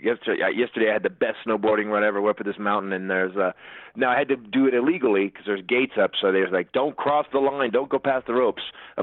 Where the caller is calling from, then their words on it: California, United States; I'm calling from California in the snow.